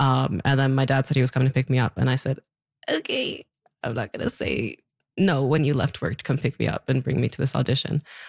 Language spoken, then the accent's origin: English; Nunavut, Canada; also born or lived in Newfoundland; I consider myself from Nunavut, but I was born in Newfoundland.